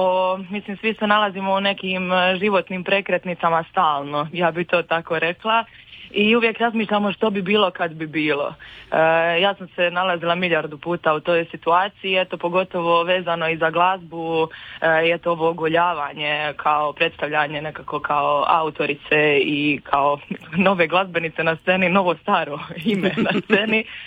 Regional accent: Dubrovnik, Dubrovnik-Neretva County, Croatia; Dubrovnik je ipak mjesto, odnosno moj rodni grad, jeli, iz kojeg sam proizašla sa svim tim idejama kao dijete

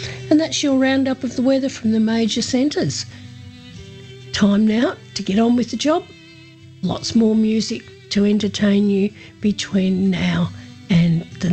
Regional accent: Horsham, Victoria, Australia; broadcasting from my hometown of Horsham in Western Victoria.

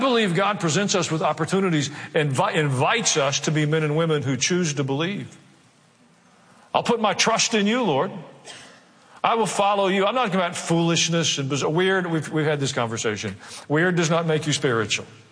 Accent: Tennessee, United States; I grew up in Tennessee.

